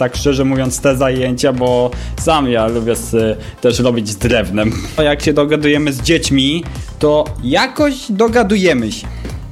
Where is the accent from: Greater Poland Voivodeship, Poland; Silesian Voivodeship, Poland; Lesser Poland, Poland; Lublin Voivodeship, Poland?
Silesian Voivodeship, Poland; Żywiec; ja mam 21 lat, jestem z Żywca.